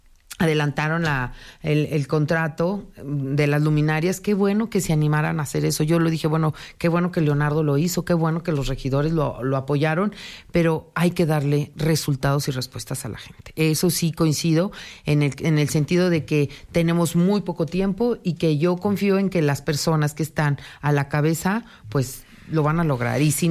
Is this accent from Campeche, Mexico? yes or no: no; Aguascalientes, Mexico; Que soy del barrio de San Marcos